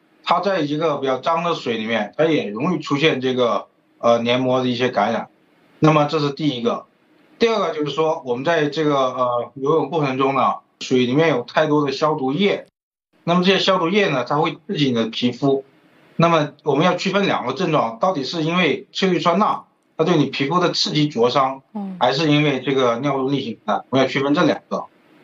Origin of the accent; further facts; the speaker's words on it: South China, China; 我们作为一个南方人，这个上火是最典型的一个大家说的一个问题。